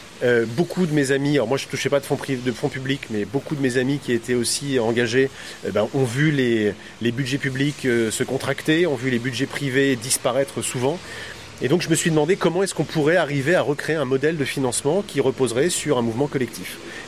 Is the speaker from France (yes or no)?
yes; Cherbourg, Normandy, France; moved away as an adult; now in Menton, France; Oui, j'ai grandi à Cherbourg où j'ai passé les 18 premières années de ma vie et ma famille avait un chantier naval là-bas.